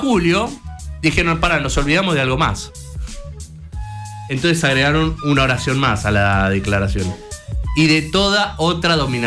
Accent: Argentina; lo que hoy conocemos como República Argentina, que es nuestro país

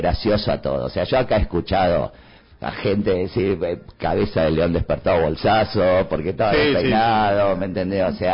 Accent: Córdoba, Argentina; yo acá soy del porteño y allá soy del cordobés, viste, que es como una cosa muy extraña.

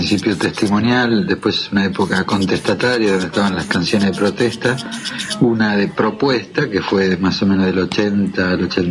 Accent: Argentina; born there; also born or lived in Italy / Banfield / Allen, Río Negro; Yo nací en Italia, me trajeron acá

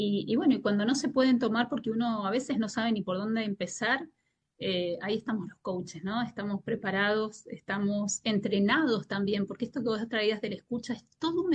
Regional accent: Mendoza, Argentina; moved away

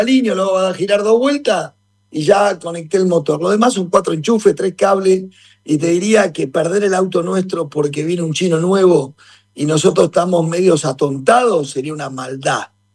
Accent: Argentina; Somos argentinos

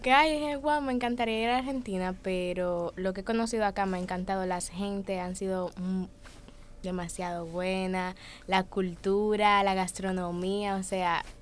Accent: Dominican Republic; Yo vengo de la República Dominicana.

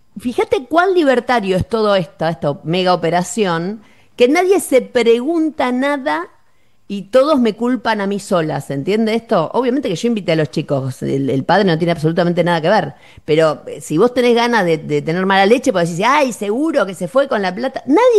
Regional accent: Buenos Aires, Argentina; born there; moved away; yo nací en Soldati, en una casa pobre.

